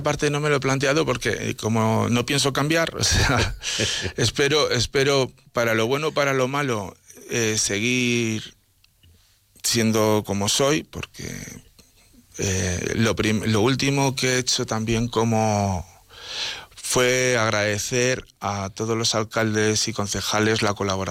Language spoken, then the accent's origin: Spanish; Fombellida, Castile and León, Spain; Yo vengo de Fuenbellida